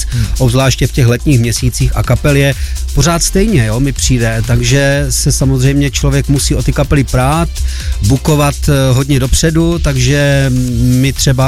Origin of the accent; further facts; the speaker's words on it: Zlín, Zlín Region, Czechia; vyrůstal jsem tady ve Zlíně v divadelním prostředí